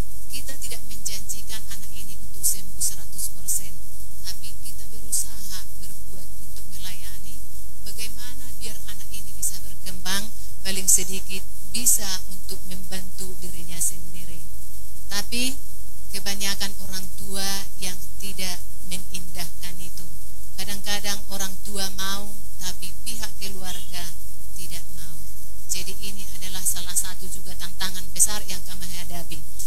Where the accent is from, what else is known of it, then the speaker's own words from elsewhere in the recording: North Sumatra, Indonesia; moved away; saya adalah orang Batak berasal dari Sumatera Utara.